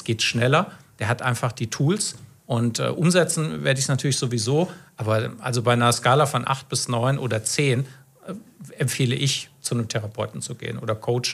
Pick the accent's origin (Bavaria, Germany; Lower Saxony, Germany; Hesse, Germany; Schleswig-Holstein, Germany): Hesse, Germany; Kassel; born there; Ich bin gebürtig aus Kassel